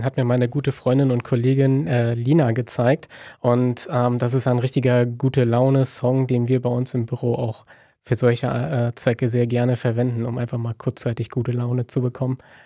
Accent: Stralsund, Mecklenburg-Vorpommern, Germany; moved away as an adult; now in Rostock, Germany; ich komme ursprünglich aus Stralsund und ich habe in Rostock Landwirtschaft studiert

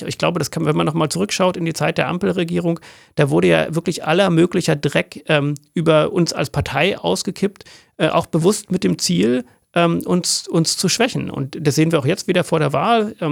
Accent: Germany; als Deutsche, wir produzieren 2% des weltweiten CO2-Ausstoßes, aber haben 1% der weltweiten Bevölkerung.

